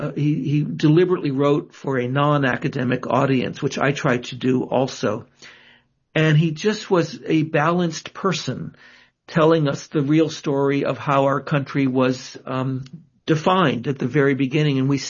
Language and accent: English; Rhode Island, United States; I grew up in Rhode Island, where I am now. I went to a Quaker high school, and then I went to Harvard undergrad and grad school.